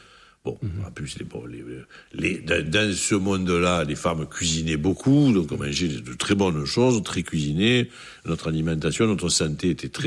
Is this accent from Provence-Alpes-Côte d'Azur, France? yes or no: yes; Marseille, Provence-Alpes-Côte d'Azur, France; Et je n'étais même pas marseillais, j'étais de l'Estac, enfin, j'étais de ce quartier-là.